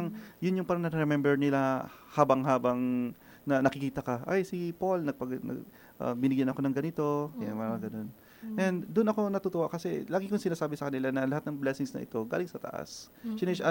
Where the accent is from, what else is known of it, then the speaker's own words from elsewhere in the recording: La Trinidad, Benguet, Philippines; also born or lived in Baguio; And I'm from Baguio. So, sige na nga, I'm from La Trinidad. I was born and raised in La Trinidad. Mm-hmm. And I have a house sa Baguio.